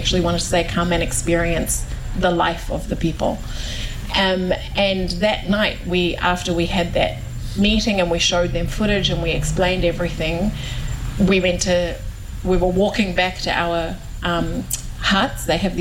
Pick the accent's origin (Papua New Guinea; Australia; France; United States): Papua New Guinea; East New Britain; I'm from East New Britain, and we are matriarchal land passes through women, all traditional land.